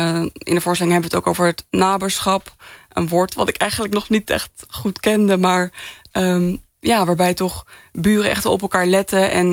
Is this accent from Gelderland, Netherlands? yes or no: yes; Arnhem, Gelderland, Netherlands; Ik kom zelf uit Arnhem. Ik heb wel familie ook in Twente, maar...